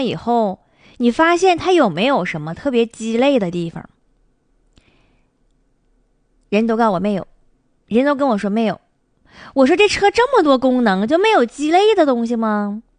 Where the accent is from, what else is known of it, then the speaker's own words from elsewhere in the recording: Harbin, Heilongjiang, China; 我只要听到咱们家乡的人讲话，我一下就能听出来是咱们哈尔滨的